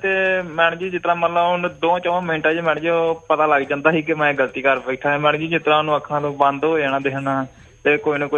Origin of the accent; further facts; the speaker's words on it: Tarn Taran district, Punjab, India; ਗੱਲ ਕਰਦੇ ਆ ਜੀ, ਮਗਰਿੰਦਰਪੁਰ ਤੋਂ, ਨਿੱਕੀ ਮੱਖੀ, ਜ਼ਿਲ੍ਹਾ ਤਰਨ ਤਾਰਨ, ਬਾਰਡਰ ਏਰੀਏ ਤੋਂ